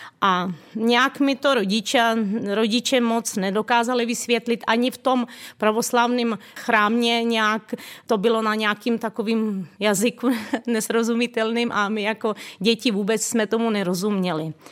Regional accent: Ukraine; now in Czech Republic; jsem původem z Ukrajiny

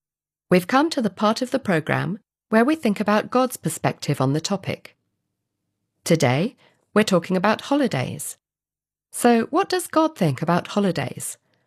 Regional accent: England, United Kingdom; Growing up in England, we went to the seaside quite a lot, although the sea was pretty cold compared to some parts of the Mediterranean.

